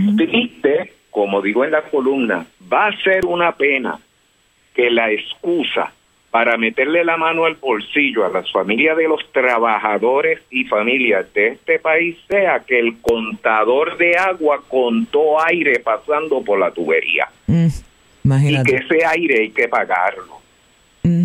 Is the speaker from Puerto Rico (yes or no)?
yes; San Germán, Puerto Rico; Mira, pues te voy a hacer el mismo comentario que compartí con unas amistades el pasado sábado acá en mi pueblito de San Germán.